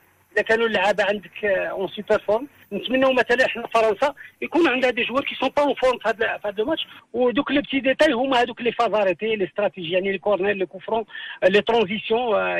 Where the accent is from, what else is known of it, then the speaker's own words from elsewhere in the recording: Morocco; وحنا عندنا تاع عندنا في المغرب عندنا لاعبين من احسن اللاعبين في العالم.